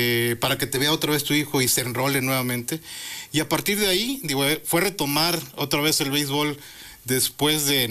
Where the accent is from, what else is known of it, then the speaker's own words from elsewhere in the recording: Veracruz, Mexico; Como escuchas, mi acento no es oriundo de por acá, soy de Veracruz y he estado por muchas partes del país trabajando.